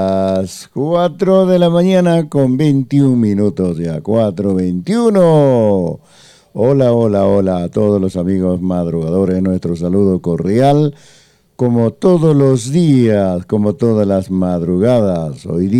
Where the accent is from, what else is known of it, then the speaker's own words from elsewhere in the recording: Peru; Nosotros no somos de Chile ni otro país, somos del Perú profundo.